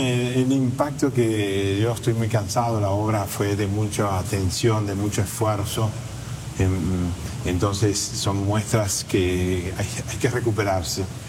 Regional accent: Uruguay; now in Rome, Italy; Roma fue el primer lugar, la primera ciudad que yo llegué desde Uruguay en el 1977.

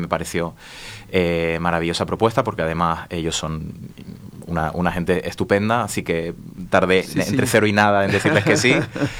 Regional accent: Tenerife, Canary Islands, Spain; born there; Nací en Canarias en el año 76, hace ya unos añitos.

